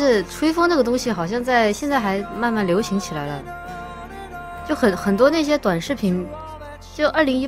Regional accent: Chongqing, China; 这是哪里的方言？作为一个重庆人，我还不知道。

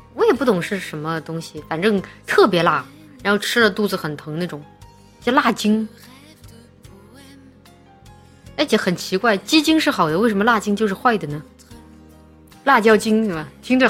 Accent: Chongqing, China; 我作为一个重庆人，非常能吃辣

